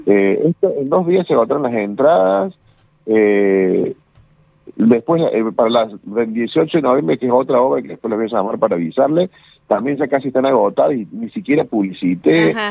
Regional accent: Alta Gracia, Córdoba, Argentina; yo soy de Altagracia. Me encanta estar en Altagracia.

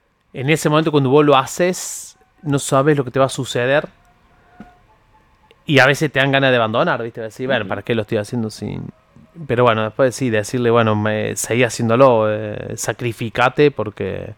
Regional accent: Córdoba, Argentina; now in Switzerland; Yo tengo varios amigos viviendo allá en Europa, de acá de Córdoba también.

